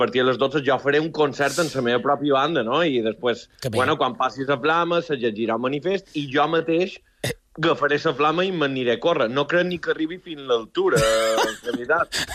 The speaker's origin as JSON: {"language": "Catalan", "region": "Balearic Islands", "country": "Spain", "lives_now": "Lloseta, Spain", "said": "jo ara som de Serenal, però visc a Lloseta, actualment"}